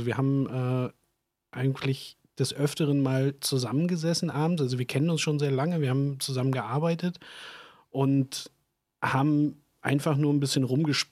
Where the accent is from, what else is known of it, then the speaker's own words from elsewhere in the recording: Greifswald, Mecklenburg-Vorpommern, Germany; ich bin aus Greifswald tatsächlich, gebürtiger Vorpommer